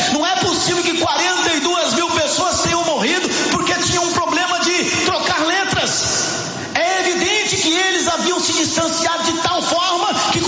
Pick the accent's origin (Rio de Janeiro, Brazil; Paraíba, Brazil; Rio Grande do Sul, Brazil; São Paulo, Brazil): Rio de Janeiro, Brazil; born there; no Rio de Janeiro, é aquela coisa, eu nasci em 1961, eu nasci, tudo é carioca, tiro, nasci.